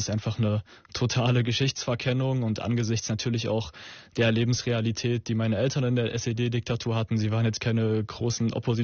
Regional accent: Zwickau, Saxony, Germany; born or raised there

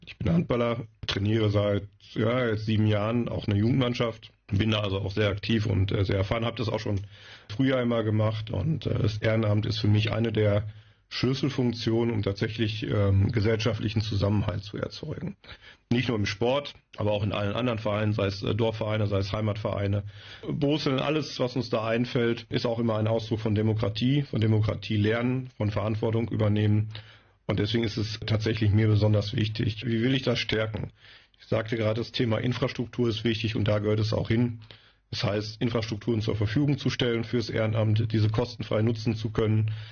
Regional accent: North Rhine-Westphalia, Germany; now in Friesland, Germany; Gerade wenn Sie, wie ich selbst, gebürtig aus NRW kommen

